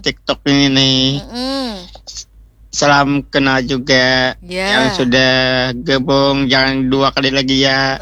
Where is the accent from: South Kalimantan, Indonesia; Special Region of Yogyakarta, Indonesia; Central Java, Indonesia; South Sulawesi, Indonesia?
South Kalimantan, Indonesia; Amuntai; now in Samarinda, Indonesia; Aslinya di Kalimantan Selatan aja.